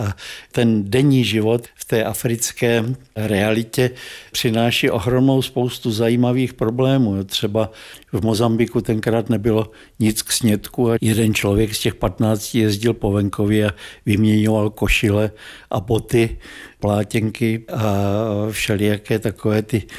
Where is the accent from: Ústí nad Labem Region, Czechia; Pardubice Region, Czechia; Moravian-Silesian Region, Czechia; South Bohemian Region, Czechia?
Pardubice Region, Czechia; Vysoké Mýto; born there; Já jsem se narodil tady ve Vysokém Mýtě v roce 1943 v době druhé světové války